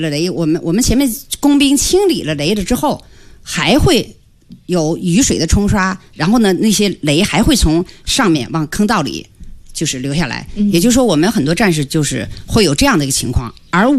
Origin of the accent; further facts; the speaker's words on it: northern China, China; 我是北方人